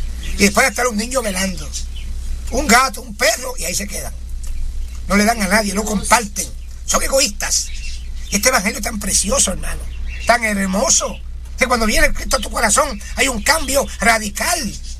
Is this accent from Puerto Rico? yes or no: yes; Puerto Rico; Yo estuve muchos años primero predicando en Puerto Rico en diferentes áreas, incluyendo en mi pueblo, diferentes barrios.